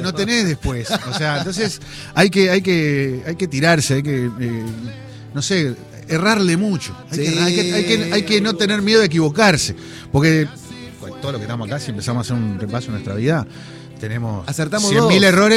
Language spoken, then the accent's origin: Spanish; Uruguay; Nosotros somos músicos uruguayos que estamos en un lugar